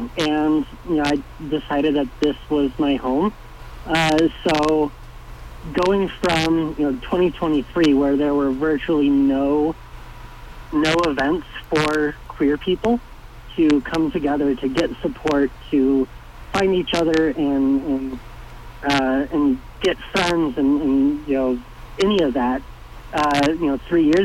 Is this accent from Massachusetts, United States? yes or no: no; Montrose, Colorado, United States; I grew up in Montrose. I left for a couple of years to get my degree and get some work experience. I moved back to Montrose because this is my home and I love the community and I love the Western Slope of Colorado.